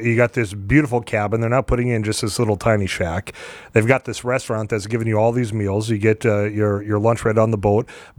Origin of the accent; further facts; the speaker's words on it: Devils Lake, North Dakota, United States; growing up in Devil's Lake, if you want to talk about getting a scent for something, there was no pheasant up in Devil's Lake growing up.